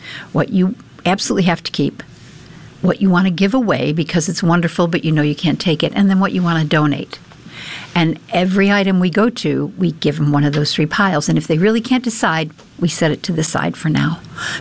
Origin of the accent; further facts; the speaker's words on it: Ireland; Well, I think, I'm Irish, and, you know, we're connected in so many ways, mind, body, and soul.